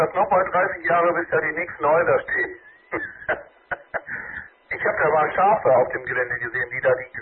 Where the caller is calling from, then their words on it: Heiligenhaus, North Rhine-Westphalia, Germany; das bin aus Heiligenhaus.